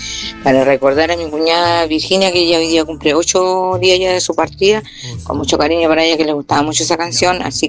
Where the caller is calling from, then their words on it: La Ligua, Valparaíso, Chile; Hola, mi niño Eri … de la Ligua.